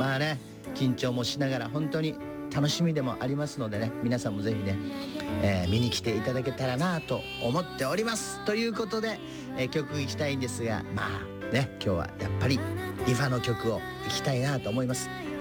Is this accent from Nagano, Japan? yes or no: no; Okinawa, Japan; まあ僕はね沖縄出身で、ナンクルナイサーっていうね言葉があります。